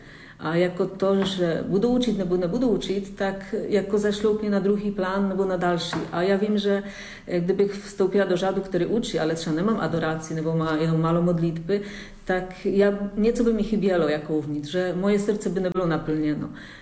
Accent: Poland; now in Czech Republic

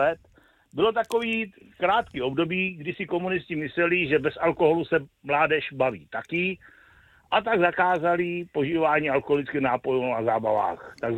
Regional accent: Pardubice Region, Czechia; born there; Já pocházím z Pardubicka, kde jsme vymetali Big Beaty na klasických adresách jako Újezd u Přelouče, Semín, Strášov, Valí.

